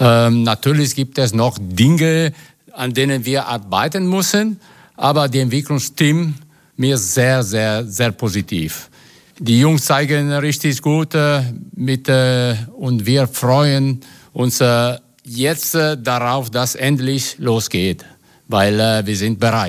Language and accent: German; Italy; now in Germany; Ich komme aus Italien. Ich habe ja in die dritte Liga selber gespielt in Italien